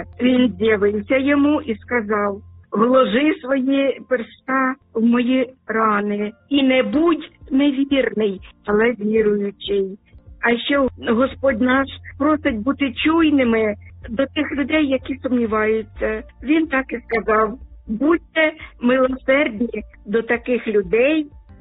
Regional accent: Sumy Oblast, Ukraine; now in Denmark; на мою рідну Сумщину

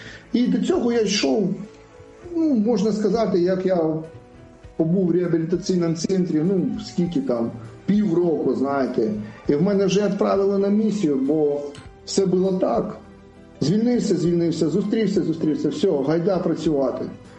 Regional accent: Crimea, Ukraine; born there; moved away; also born or lived in Donetsk / Kherson Oblast; а сам теж переселенець. Чого? Бо я народився в Криму

